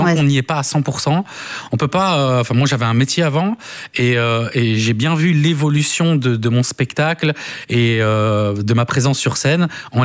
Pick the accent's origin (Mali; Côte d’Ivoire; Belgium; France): Belgium; Mais je suis très content d'être belgo-italien